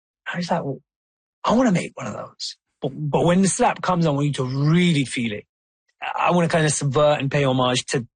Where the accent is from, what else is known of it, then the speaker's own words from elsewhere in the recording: Wembley, London, United Kingdom; I read this play about Prince growing up in Denmark, and I was like, this is exactly like growing up in Wembley.